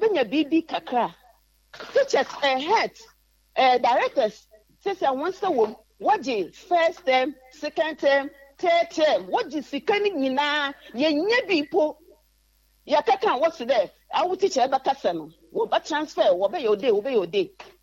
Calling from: Fijai, Western Region, Ghana; I'm from Isata. It's Fijai.

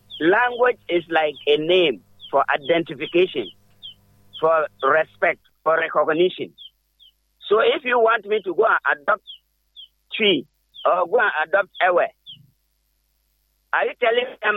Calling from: Ghana; English is a second language

